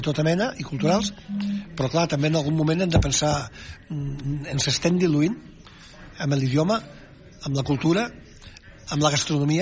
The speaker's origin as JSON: {"language": "Catalan", "region": "Catalonia", "country": "Spain", "said": "Jo, per exemple, que sóc de l'Empordà, que això no és cap mèrit, vull dir, he tingut sort. Però jo que soc de l'Empordà, que soc de la Costa Brava"}